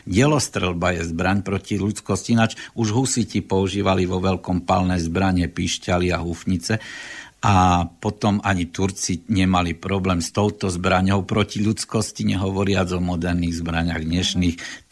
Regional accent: Košice, Košice Region, Slovakia; Ja ako Košičan

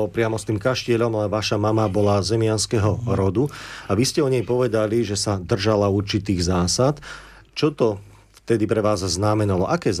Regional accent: Rimavská Sobota, Banská Bystrica Region, Slovakia; A hoci pochádzam z Rimavskej Soboty, priznávam, že pri maďarskej výslovnosti sa na môj rimavsko-sobotský pôvod veľmi spoliehať nemôžem

